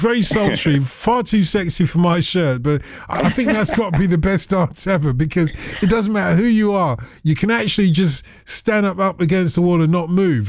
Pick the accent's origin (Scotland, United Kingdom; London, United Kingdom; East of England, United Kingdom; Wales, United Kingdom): London, United Kingdom; a black guy growing up on Broadwater Farm in London, being a teddy boy, I got a lot of, you know, I got a lot of abuse.